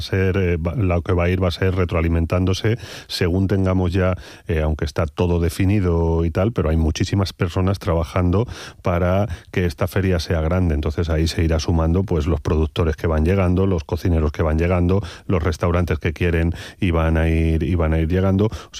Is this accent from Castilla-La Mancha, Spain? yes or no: yes; Los Yébenes, Toledo, Castilla-La Mancha, Spain; yo soy de Los Llévenes, soy toledano, soy monteño